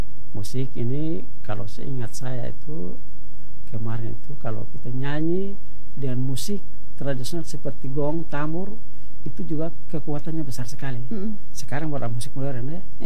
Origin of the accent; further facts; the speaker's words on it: East Nusa Tenggara, Indonesia; first language Abui; Indonesian is a second language; kebetulan saya penutur asli bahasa Abui.